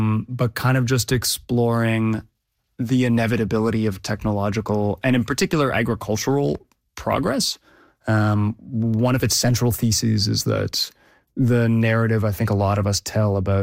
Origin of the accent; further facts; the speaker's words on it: Canada; as a Canadian